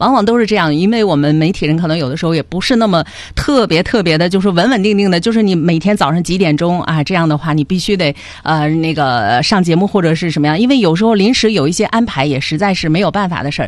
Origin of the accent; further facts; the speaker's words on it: Northeast China, China; 我们东北人都老热情了，尤其长春人啊，特别的敞亮